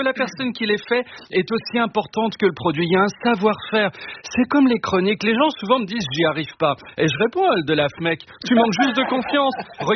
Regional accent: Brittany, France; Et moi, je viens de Bretagne, une partie de ma famille y vit encore.

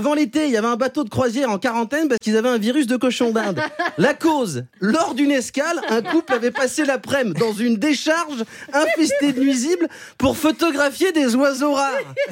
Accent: Vaulx-en-Velin, Auvergne-Rhône-Alpes, France; born there; Moi, je suis né à Vaux-en-Velin.

